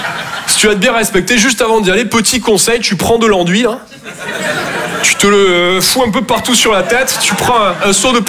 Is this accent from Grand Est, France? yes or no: no; Toulouse, Occitanie, France; Je viens de Toulouse, à la base. Ouais, ça s'entend un peu, ouais.